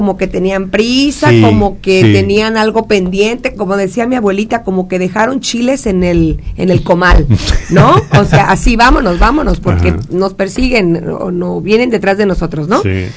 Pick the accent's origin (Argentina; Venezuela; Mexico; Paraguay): Mexico; como mexicanos no quedamos contentos